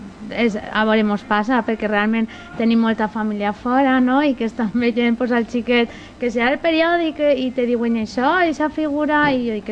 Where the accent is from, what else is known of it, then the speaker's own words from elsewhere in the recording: Alcoy, Valencian Community, Spain; sóc alcoiana.